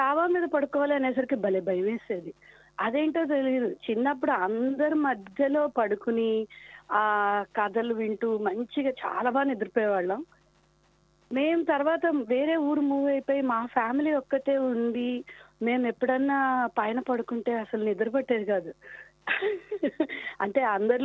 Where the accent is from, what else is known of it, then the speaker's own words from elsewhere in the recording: Vijayawada, Andhra Pradesh, India; మేము కూడాను చిన్నప్పుడు విజయవాడలో చాలా పెద్ద ఫ్యామిలీ మాది కూడా అన్నమాట బాబాయిలు అత్త అందరూ ఒకటే ఇంట్లో ఉండేవాళ్ళం మూడు అంతస్తుల మేడ అది